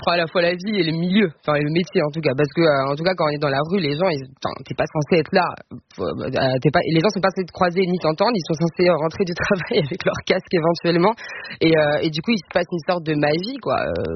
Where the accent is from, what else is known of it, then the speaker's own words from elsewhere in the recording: Montigny-le-Bretonneux, Île-de-France, France; Oui, je suis de banlieue parisienne, je viens de Saint-Quentin en Yvelines, Montigny-Bretonneux. Voilà, j'étais à la fois dans des jolis parcs et à la fois il y avait les HLM à côté.